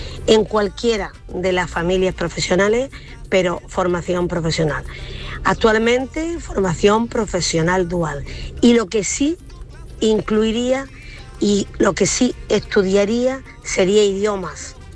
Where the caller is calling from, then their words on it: El Perrunal, Andalusia, Spain; del Perrunal, Huelva.